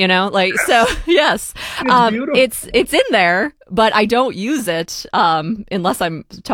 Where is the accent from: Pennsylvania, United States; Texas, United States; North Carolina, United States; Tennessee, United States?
Pennsylvania, United States; Pittsburgh; accent: Pittsburgh; I got my start in Pittsburgh, which is where I was born and raised. But I worked hard to get rid of my Pittsburgh accent when I'm speaking on the radio.